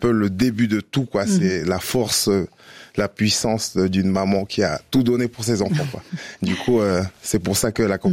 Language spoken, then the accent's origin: French; New Caledonia